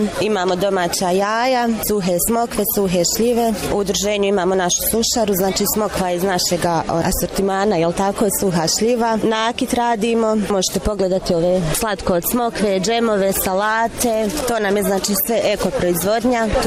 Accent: Mostar, Federation of Bosnia and Herzegovina, Bosnia & Herzegovina; Dolazimo iz Bijelog polja, tačnije Potoci, Mostar.

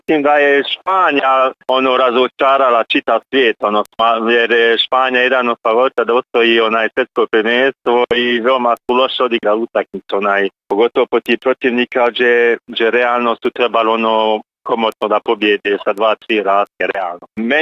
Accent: France; inače sam onaj rodom iz Francuske, tako da po meni su Francuz najveći favorit za osvajanje svjetskog prvenstva

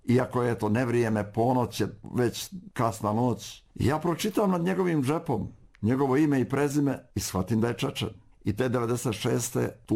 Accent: Republika Srpska, Bosnia & Herzegovina; Ja kažem, odakle sam. Ja sam Srbin, kažem. A on kaže, pa ti poznaješ, kaže, Karadžića, Mladića, Republiku Srpsku. Ja kažem, da, znam i ja sam i otuda.

